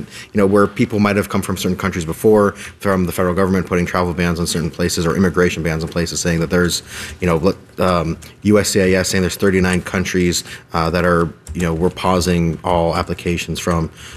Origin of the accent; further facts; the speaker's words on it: Medina, Ohio, United States; growing up in Medina, a little bit further away than most suburbs